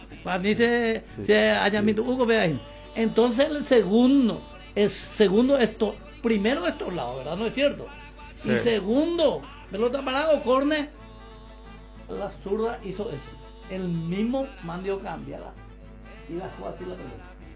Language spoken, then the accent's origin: Spanish; Paraguay